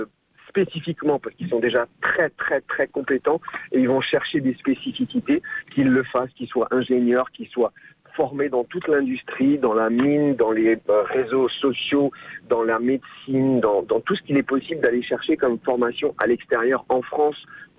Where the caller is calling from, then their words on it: New Caledonia; c'est pas facile quand on est calédonien et qu'on part à 22 000 km pour aller faire ses études